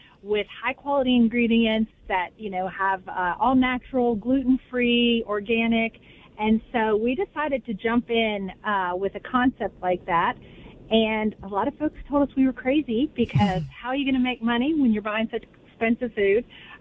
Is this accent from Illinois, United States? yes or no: no; Beckley, West Virginia, United States; moved away; here I am back in my hometown in Beckley, West Virginia